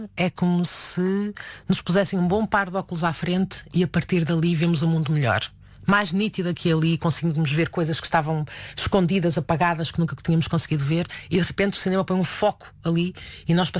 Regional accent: Porto, Norte, Portugal; E eu sou do Porto

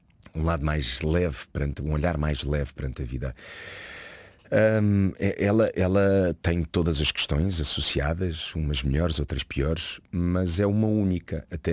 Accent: Portugal; moved away as an adult; now in Brazil; e falo de Portugal com o maior dos orgulhos, o país onde eu nasci, é o meu país. Eu falo sempre do Brasil e de Portugal com o maior carinho possível. São os países onde eu passei a maior parte da minha vida, um onde eu nasci

